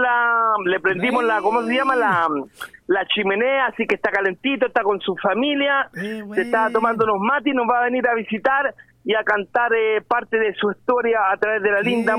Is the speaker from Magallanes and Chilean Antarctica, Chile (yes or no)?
no; Valparaíso, Chile; usted sabe que yo soy porteño anglo-chileno